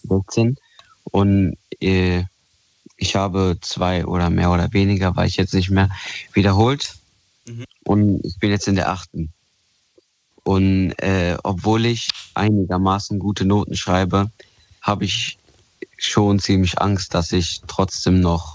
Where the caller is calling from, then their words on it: Rhineland-Palatinate, Germany; Ich rufe aus Rheinland-Pfalz an.